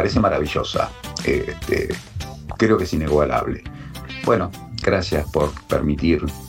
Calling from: Lomas de Zamora, Buenos Aires Province, Argentina; de Lomas de Zamora.

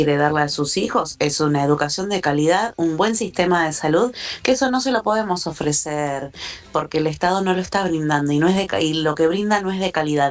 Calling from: San Francisco Solano, Buenos Aires Province, Argentina; tengo 30 años y soy de San Francisco Solano

